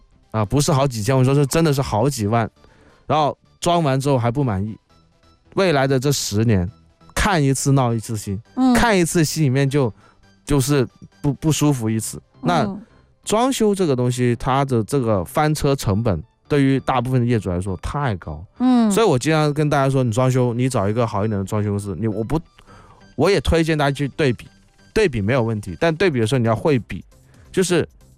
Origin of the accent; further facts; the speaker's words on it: Guangdong, China; 我们广东话经常说便宜冇好嘢